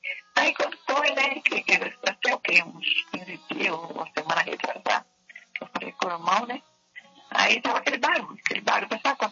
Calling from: Bauru, São Paulo, Brazil; Eu falo aqui de Bauru.

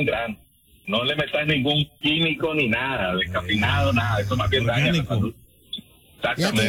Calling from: Houston, Texas, United States; Ahorita estoy aquí en el condado Harris, en el mero centro de Houston.

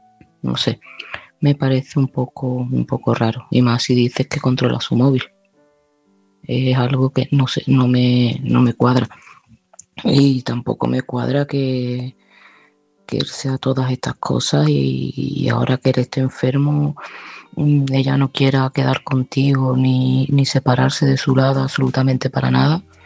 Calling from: Seville, Andalusia, Spain; de Sevilla y este mensaje va para Sergio.

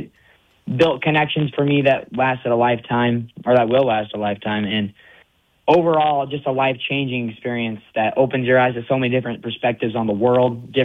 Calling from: Sturgis, South Dakota, United States; I'm from Sturgis, South Dakota.

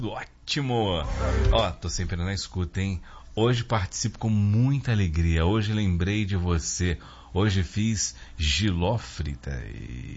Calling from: Natal, Rio Grande do Norte, Brazil; sou de Natal

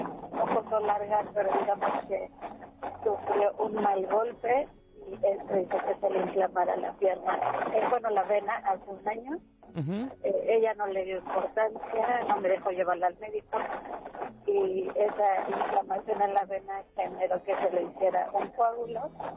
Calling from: Mexico City, Mexico; De Iztapalapa.

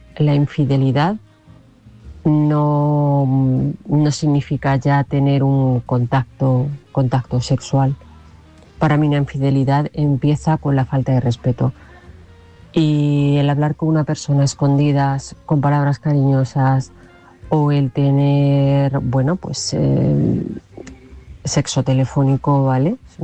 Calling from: Toledo, Castilla-La Mancha, Spain; de Toledo.

